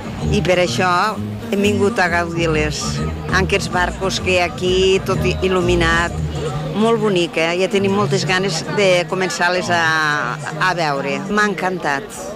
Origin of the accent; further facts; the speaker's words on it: Lleida, Catalonia, Spain; Venim des de Lleida i hem vingut a passar una setmaneta aquí a Calafell i ja ens vam enterar que es feien aquestes havaneres i ens encanten. Som de terra endins